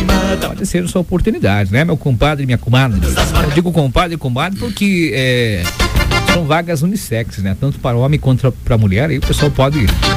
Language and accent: Portuguese; Brazil; pra nós que somos, né, brasileiros